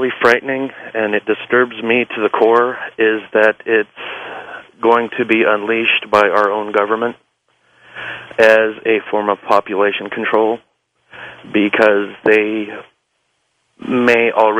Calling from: Pueblo, Colorado, United States; I am calling from Little Steel City, also known as … in Pueblo.

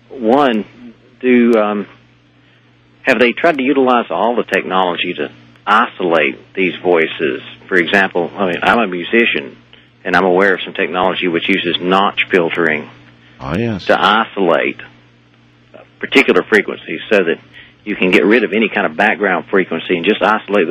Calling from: Asheville, North Carolina, United States; I'm listening to your show, WWNC, in Asheville, North Carolina.

